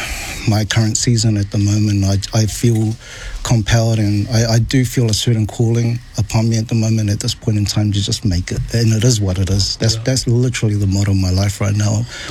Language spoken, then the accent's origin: English; Samoa; And I'm from Savai'i